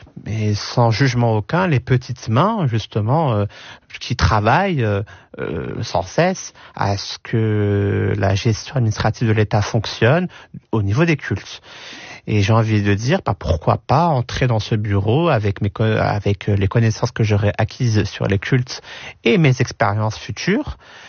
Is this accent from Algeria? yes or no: yes; Algeria; Et le second pays, qui est mon pays d'origine, l'Algérie.